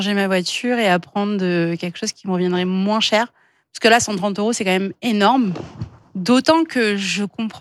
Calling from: Marseille, Provence-Alpes-Côte d'Azur, France; J'habite à Marseille

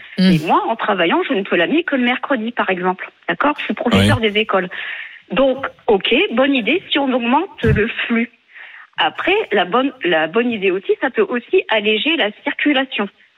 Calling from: Valenciennes, Hauts-de-France, France; je suis de Valenciennes.

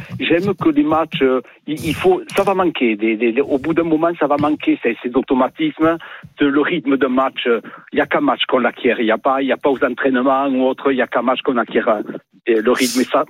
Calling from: Toulouse, Occitanie, France; De Toulouse.

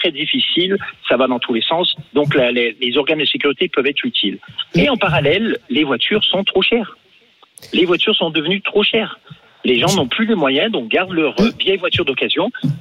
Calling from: Lyon, Auvergne-Rhône-Alpes, France; je suis sur Lyon

